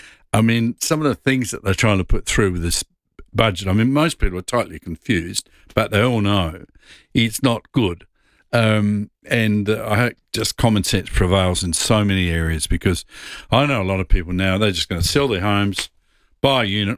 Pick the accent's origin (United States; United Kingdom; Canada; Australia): Australia; Paynham, South Australia; In a normal suburb. I grew up in Paynham. And those homes there now are over a million.